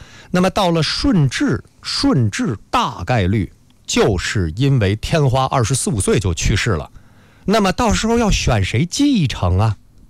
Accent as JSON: {"language": "Chinese", "country": "China", "said": "我们完全，我们中国人很熟悉康雍乾了，对吧？我们今天的共和国的这个版图，那就是康雍乾时期定下来的呀。"}